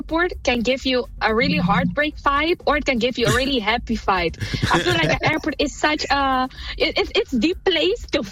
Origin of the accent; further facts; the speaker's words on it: Netherlands; I'm from Holland and I go back and forth, right. Suriname, Holland, just like that.